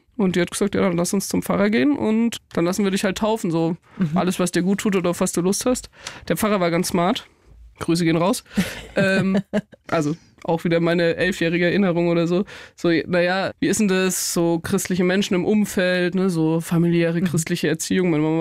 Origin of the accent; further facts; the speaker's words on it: Nittenau, Bavaria, Germany; Ich meine, ich bin in Nittenau aufgewachsen, es ist wirklich mitten im Bayerischen Wald, also in der Oberpfalz.